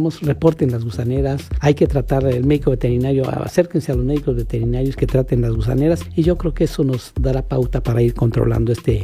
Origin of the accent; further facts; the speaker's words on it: Mexico; Digo, somos un poquito dejados, somos mexicanos